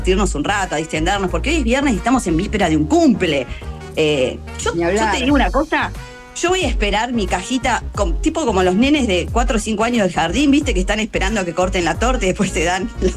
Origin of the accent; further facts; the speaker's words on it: Dolores, Buenos Aires Province, Argentina; also born or lived in Pinamar; porque yo también venía desde muy chiquita acá, si bien soy de Dolores y la casa la tuve siempre acá, veníamos, no había verano que fallara.